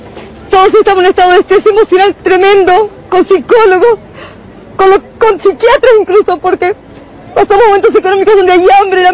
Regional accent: Luján, Buenos Aires Province, Argentina; Sí, soy de Luján

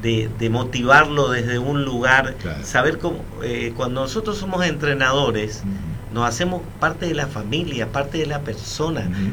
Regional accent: Argentina; now in Oberá, Argentina

